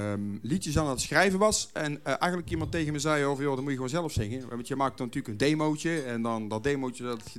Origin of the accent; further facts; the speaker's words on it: Rucphen, North Brabant, Netherlands; Ik kom uit Rukven, in het mooie Brabant, Nederland.